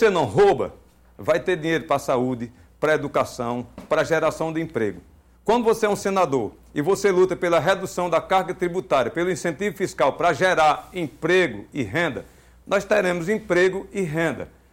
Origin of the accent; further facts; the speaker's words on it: Iguatu, Ceará, Brazil; also born or lived in São Bartolomeu; Saímos lá de São Bartolomeu, uma família enorme, fugindo daquela seca dos anos 70. Fomos morar no Iguatu